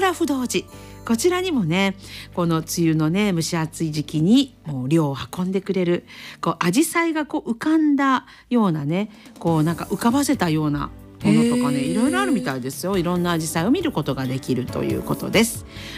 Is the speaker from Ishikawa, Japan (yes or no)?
yes; Kanazawa, Ishikawa, Japan; 私あの実家が金沢市なんですけれども宇多津山公園この近くに生まれ育ちましたので